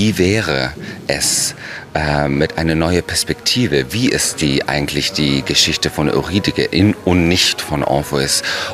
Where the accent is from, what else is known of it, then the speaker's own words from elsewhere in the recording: Italy; Ich bin in Italien aufgewachsen und mit griechischer Mythologie und mit Latein, das war für uns ganz normal jeden Tag.